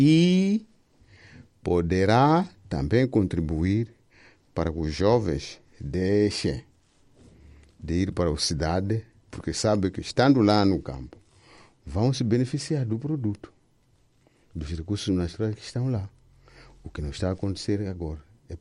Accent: Mozambique; Eu sou natural de Mxanguentaba.

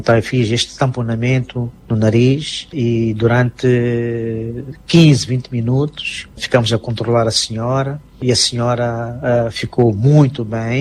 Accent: Mozambique; conseguimos doar as nossas mãos e salvar uma vida, e isto nos orgulha como moçambicanos.

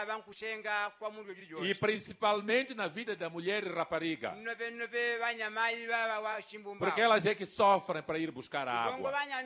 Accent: Mozambique; nós saímos de Moçambique visitar outros países

